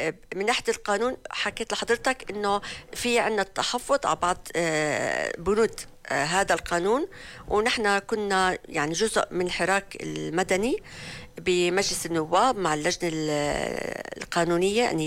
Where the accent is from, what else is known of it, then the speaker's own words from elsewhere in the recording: Jordan; احنا كمجتمع أردني مش متعودين